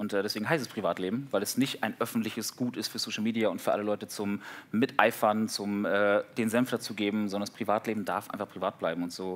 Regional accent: Schleswig-Holstein, Germany; habe ich nur so den Norden, also Ostholstein, Schleswig-Holstein ist meine Heimat. Da wohne ich auch wieder.

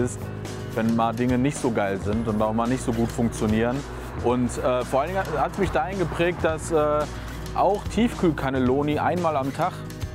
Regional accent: North Rhine-Westphalia, Germany; meine Umgebung und auch das, wo ich herkomme, ist schon einfach sehr wichtig. Ist einfach, weil das ist mein Bezug, sag ich mal. Ich bin hier aufgewachsen, ich habe die Sprache mitgekriegt, ich habe das Ruppige mitgekriegt

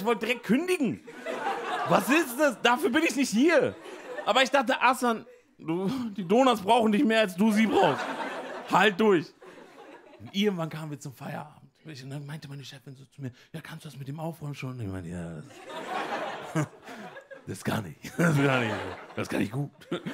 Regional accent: Emden, Lower Saxony, Germany; Ich komme aus Emden, Ostfriesland. Das ist krass. Mein Vater, der kommt aus dem Senegal.

